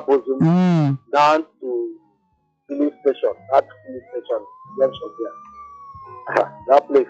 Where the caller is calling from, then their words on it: Lagos, Nigeria; from Railway Compound.